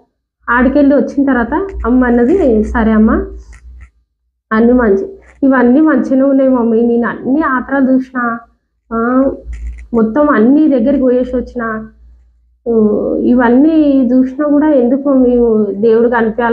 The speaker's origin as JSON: {"language": "Telugu", "region": "Karnataka", "country": "India", "said": "అంటే మాది కర్ణాటక అని చెప్పిన నేను."}